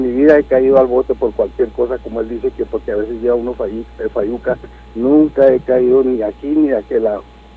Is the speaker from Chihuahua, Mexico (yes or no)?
yes; Valle de Juárez, Chihuahua, Mexico; born there; Yo soy vallejuarense 100%, yo nací en el Valle de Juárez, y pago mis impuestos mexicanos y pago impuestos americanos